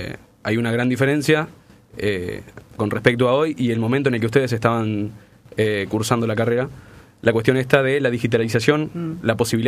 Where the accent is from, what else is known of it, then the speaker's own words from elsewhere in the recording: Victoria, Entre Ríos, Argentina; moved away as an adult; now in Rosario, Argentina; Yo soy de Victoria Entre Ríos, señor.